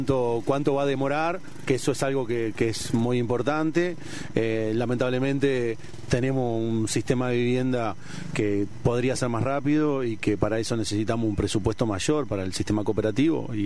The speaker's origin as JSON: {"language": "Spanish", "country": "Uruguay", "said": "tanto uruguayos como uruguayas"}